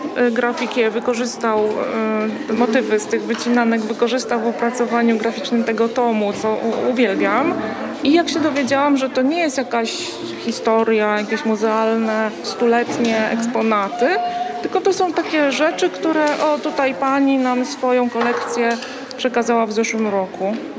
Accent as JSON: {"language": "Polish", "region": "Świętokrzyskie Voivodeship", "country": "Poland", "tie": "born or raised there", "said": "całe życie mieszkam w Świętokrzyskim"}